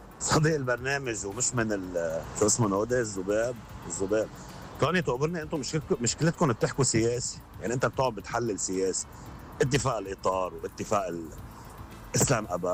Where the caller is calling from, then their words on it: Blida, Nabatieh Governorate, Lebanon; انا من بليده، خي من الكره الحافه، نحن اصحاب الارض.